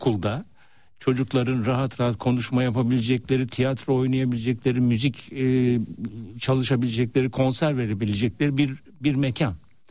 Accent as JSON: {"language": "Turkish", "region": "Ankara", "country": "Turkey", "tie": "born there", "said": "Efendim ben Ankara doğumluyum. Orada doğdum."}